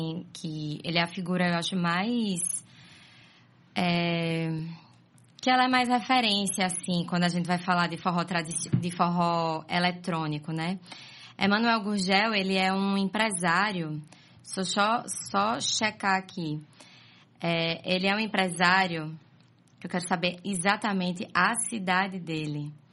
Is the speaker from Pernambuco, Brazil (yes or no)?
yes; Caruaru, Pernambuco, Brazil; moved away as an adult; now in Recife, Brazil; Mas eu sou cria de Caruaru. Nasci em Caruaru, morei em Caruaru, até me mudar pra cá pra vir estudar jornalismo aqui na Federal, em Recife.